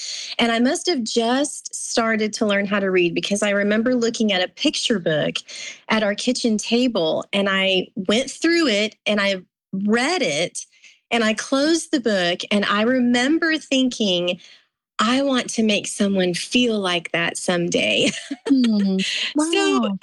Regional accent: Texas, United States; Well, I'm originally from West Texas. Here in Lubbock, Texas is where I've lived with my husband for, 21 years now, 21 years, a long time. But I was born in this area as well and kind of grew up all over the Southern Plains here in West Texas.

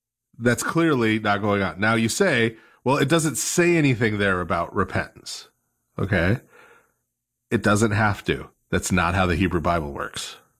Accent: Louisiana, United States; You know, I'm a glutton from Louisiana. You can't trust me on this at all.

